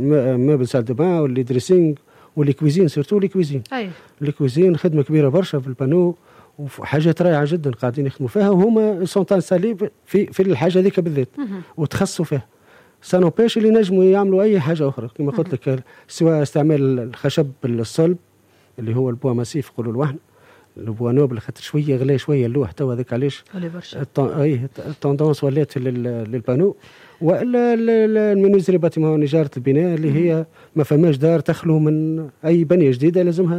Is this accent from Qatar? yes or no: no; Tunisia